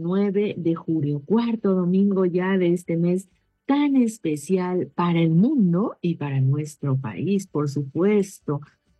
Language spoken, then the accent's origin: Spanish; Peru; somos del Perú